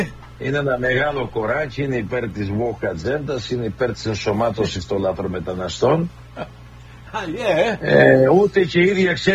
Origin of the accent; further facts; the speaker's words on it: Greece; Εμείς είμαστε πρώτα Έλληνες